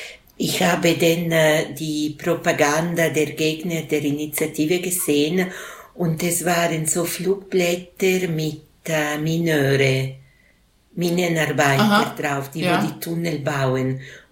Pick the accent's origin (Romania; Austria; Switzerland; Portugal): Switzerland; born there; accent: the village dialect; Meine Eltern stammen aus Norditalien. Wir haben das gleiche Dialekt wie im Dorf gesprochen. Und man hat uns nicht angesehen, dass wir nicht von dort waren.